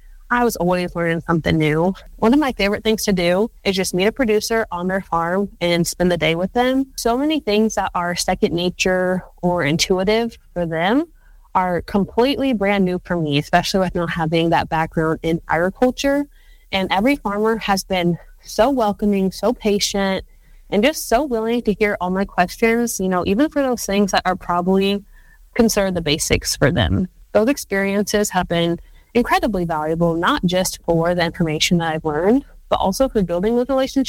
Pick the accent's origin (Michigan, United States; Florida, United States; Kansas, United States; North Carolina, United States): Kansas, United States; Lawrence; So I'm originally from Lawrence, Kansas, and I did not grow up with any background in agriculture whatsoever.